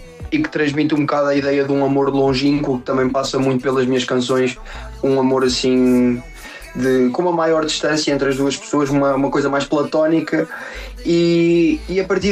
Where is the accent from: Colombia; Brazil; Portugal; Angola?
Portugal; Aveiro; eu tenho 24 anos, eu sou de Aveiro, sou um artista e produtor musical.